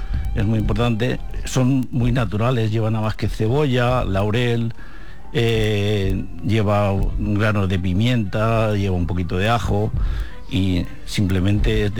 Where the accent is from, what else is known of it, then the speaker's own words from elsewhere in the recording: Mora, Castilla-La Mancha, Spain; yo soy de Mora, de Toledo exactamente, y allí en clase, chavales, éramos tres.